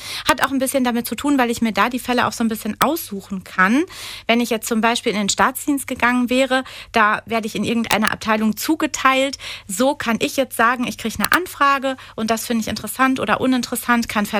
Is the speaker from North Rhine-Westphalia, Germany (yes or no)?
yes; Dortmund, North Rhine-Westphalia, Germany; ich bin 43 Jahre alt, ich bin verheiratet, bin gebürtig aus Dortmund, lebe auch in Dortmund